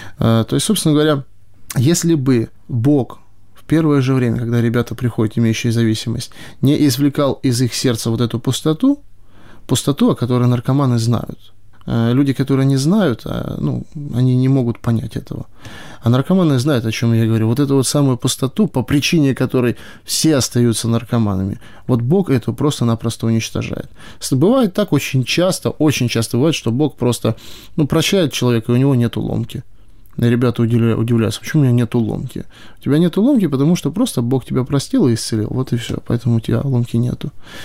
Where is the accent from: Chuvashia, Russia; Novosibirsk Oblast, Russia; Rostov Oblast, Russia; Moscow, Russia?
Moscow, Russia; moved away as an adult; now in Kharkiv Oblast, Ukraine; Я из Москвы